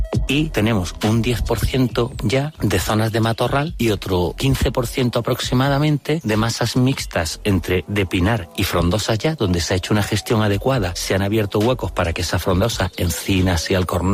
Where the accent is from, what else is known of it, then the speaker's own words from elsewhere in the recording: Cádiz, Andalusia, Spain; Soy andaluz y siempre digo que soy de Cádiz. Es donde me crié